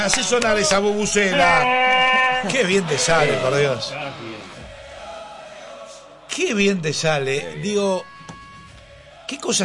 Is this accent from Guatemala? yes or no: no; Argentina; Somos argentinos